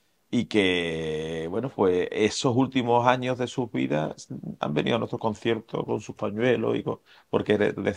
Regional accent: Andalusia, Spain; tenemos un reconocimiento de nuestra tierra muy importante

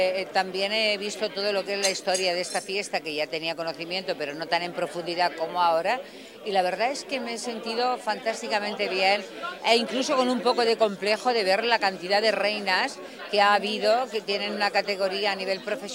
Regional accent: Region of Murcia, Spain; now in Barcelona, Spain; no quiero ofender a nadie, pero yo soy murciana, entonces no ofendo a nadie.

